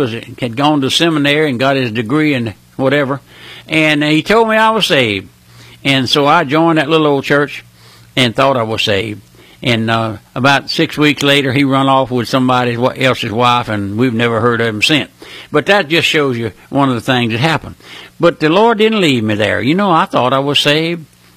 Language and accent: English; Louisiana, United States; Well, I'm just an old country boy. I was born and raised here in South Louisiana. My dad was a farmer, raised on a strawberry farm